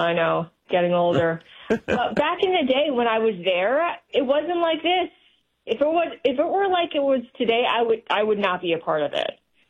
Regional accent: Sheffield, Yorkshire and the Humber, United Kingdom; now in United States; The United States, Sheffield, England.

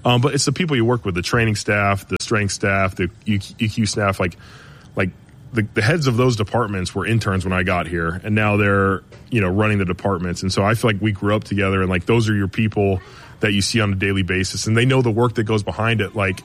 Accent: California, United States; now in Cleveland, United States; Yeah, you know, I am from Southern California, but I think if you look at my background and family, like, it's based off of, like, blue-collar hard work.

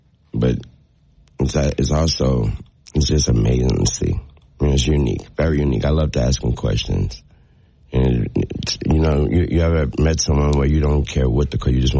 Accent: New Orleans, Louisiana, United States; I'm coming from New Orleans. It's kind of hard not to be humble coming from New Orleans.

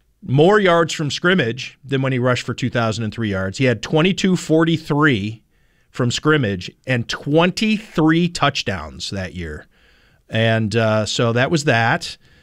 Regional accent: Cleveland, Ohio, United States; I'm from Cleveland.

